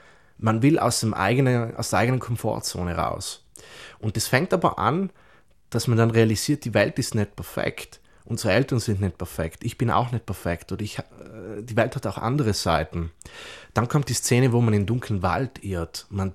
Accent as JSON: {"language": "German", "town": "Wolfsgruben", "region": "South Tyrol", "country": "Italy", "tie": "born or raised there", "said": "Also es sind da eigentlich sehr viele Naturbilder drin, die ich aus meinem Heimatort genommen habe, weil Wolfsgrubner ist für mich immer noch prägend."}